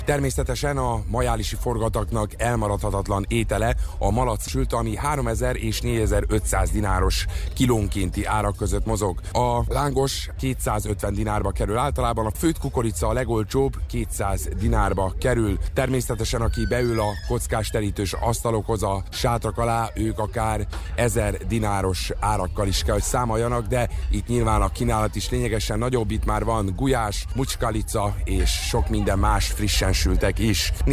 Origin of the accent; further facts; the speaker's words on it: Hungary; now in Serbia; az ilyen Magyarországról takba szakajtott riporterek, mint én